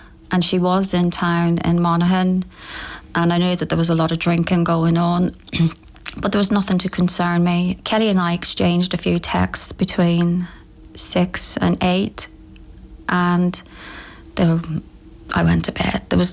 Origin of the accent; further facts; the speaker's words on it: Lisnaskea, Northern Ireland, United Kingdom; moved away; we're originally from Lisnaskey